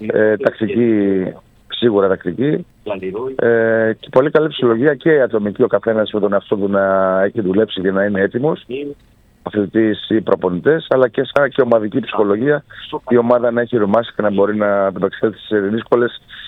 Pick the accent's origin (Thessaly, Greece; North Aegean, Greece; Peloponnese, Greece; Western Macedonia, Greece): Thessaly, Greece; Volos; moved away; Είμαι πολύ περήφανος που είμαι κατάγομαι το Βόλο.